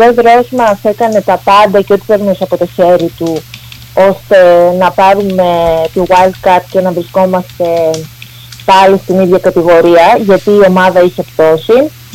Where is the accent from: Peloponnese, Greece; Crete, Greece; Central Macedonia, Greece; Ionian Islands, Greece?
Crete, Greece; Heraklion; εγώ ουσιαστικά είμαι γεννημένη και μεγαλωμένη στο Ηράκλειο της Κρήτης